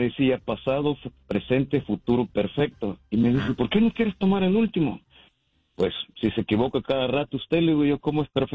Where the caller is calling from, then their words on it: Houston, Texas, United States; de Houston, Texas.